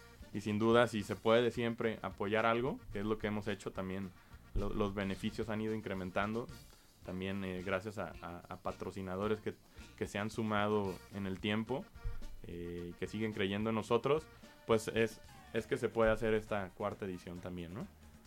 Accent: Mexico; como buenos mexicanos dejamos

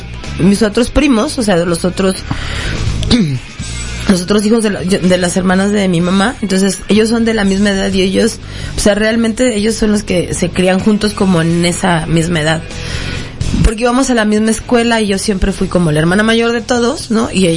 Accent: Atizapán de Zaragoza, State of Mexico, Mexico; No, pues yo soy de Atizapán.

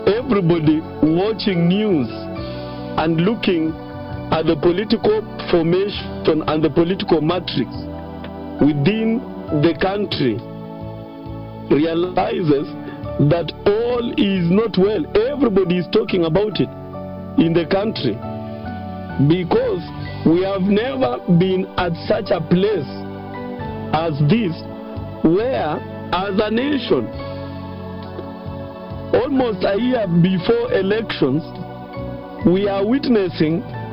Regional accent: Kenya; Victor, for me, I really continue to repent as a Kenyan because of where our foolishness as a country has now put us into.

